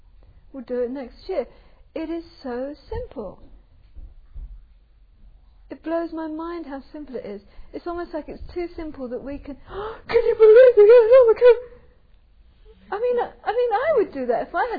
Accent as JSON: {"language": "English", "region": "England", "country": "United Kingdom", "said": "And being English, so I had kind of interest in this."}